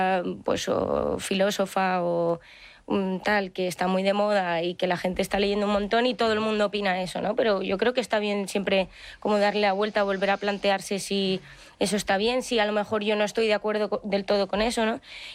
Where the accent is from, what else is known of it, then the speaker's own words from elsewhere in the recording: Madrid, Community of Madrid, Spain; yo también que soy de Madrid y el feminismo